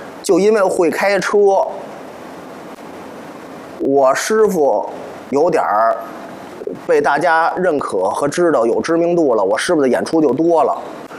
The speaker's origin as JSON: {"language": "Chinese", "region": "Beijing", "country": "China", "said": "您别看我北京人"}